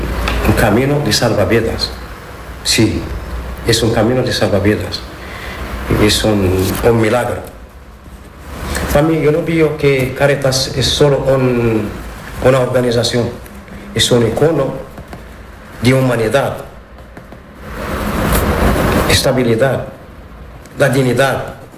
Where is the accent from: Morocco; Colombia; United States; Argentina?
Morocco; Spanish is a second language; moved away as an adult; now in Plasencia, Spain; Como soy marroquí, amazir, la etnia bereber, mi identidad sigue muy viva en mí.